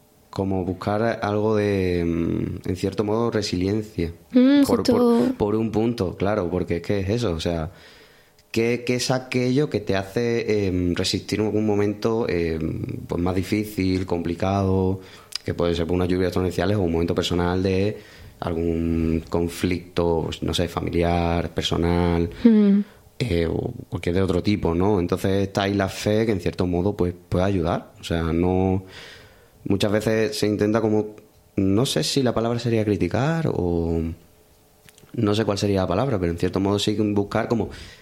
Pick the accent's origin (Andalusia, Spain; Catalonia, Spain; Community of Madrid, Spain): Andalusia, Spain; Seville; also born or lived in Granada; Soy de Sevilla realmente. Ya luego pues me vine a Granada. Granada me enamoró. Y ya pues de ahí pues me quise quedar aquí.